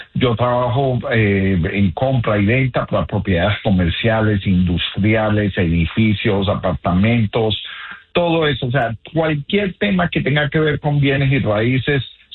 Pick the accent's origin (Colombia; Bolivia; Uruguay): Colombia; now in United States; Soy originalmente de Colombia, Sudamérica.